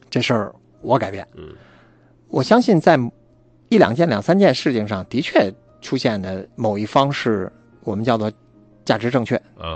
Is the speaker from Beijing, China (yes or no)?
yes; Beijing, China; 我们北京话有个叫挤得你，打压你，